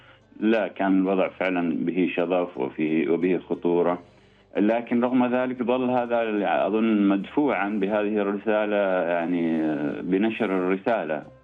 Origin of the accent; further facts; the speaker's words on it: Oman; لنا كعمانيين